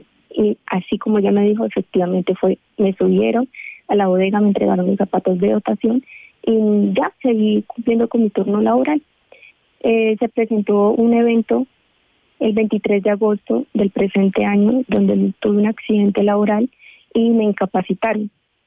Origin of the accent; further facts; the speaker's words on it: Tolima, Colombia; moved away; como vengo de tierra caliente, soy del Tolima